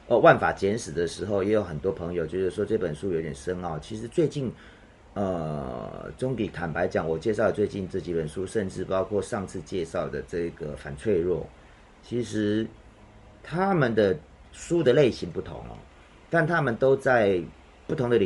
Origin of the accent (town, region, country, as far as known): Taiwan